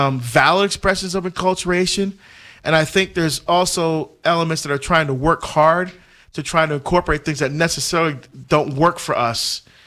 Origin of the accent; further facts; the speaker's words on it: Barbados; born there; moved away; We're African American. See? Uh-huh. Although I'm not, I mean, I was born in Barbados